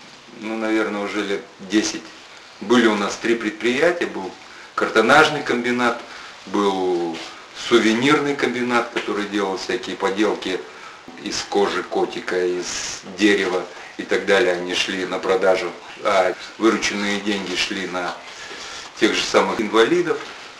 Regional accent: Sakhalin Oblast, Russia; now in Ufa, Russia; Я приехал с Сахалина. В солнечную Уфу.

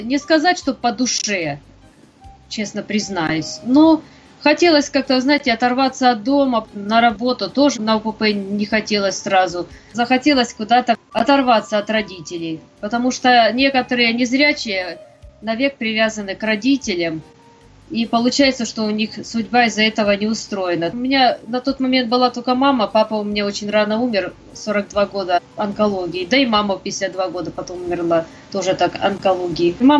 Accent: Khabarovsk, Khabarovsk Krai, Russia; moved away as an adult; also born or lived in Petropavlovsk-Kamchatsky / Kursk; Я с Дальнего Востока, я родилась в Петропавловске-Камчатском. До 7 лет жила на Камчатке, потом, значит, возник вопрос, чтобы меня определить в спецшколу для слепых и слабовидящих. Поскольку на Камчатке такой школы нет, наша семья переехала в Хабаровск. Я с 7 до 17 лет прожила в Хабаровске.

